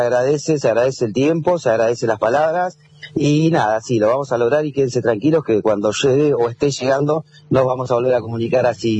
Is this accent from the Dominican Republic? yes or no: no; Olavarría, Buenos Aires Province, Argentina